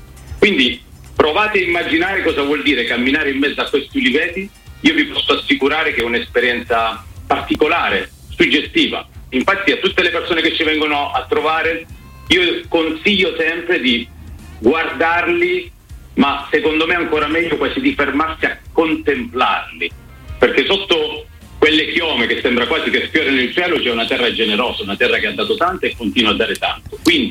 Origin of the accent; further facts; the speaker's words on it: Gioia Tauro, Calabria, Italy; io sono nato e cresciuto a Gioia Tauro, nella Piana